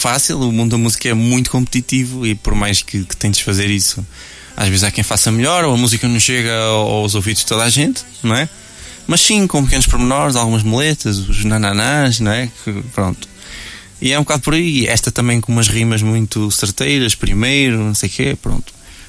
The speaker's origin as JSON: {"language": "Portuguese", "town": "Cinfães", "region": "Norte", "country": "Portugal", "tie": "born or raised there", "also_born_or_lived": "Santarém", "moved": "yes", "said": "também mudei de vida, de Santarém para Sinfãs, minha terra natal."}